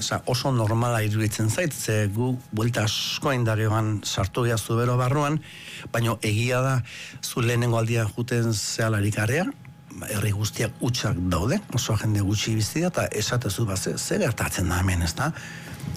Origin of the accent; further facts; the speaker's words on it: Lasarte, Basque Country, Spain; also born or lived in Ondarroa; sortu nintzen Bizkaian Ondarrun, bai, baina gali ez dut inoiz esate, baina Gipuzkura etorri nintzen Lasartera, ni 8 urte nitxula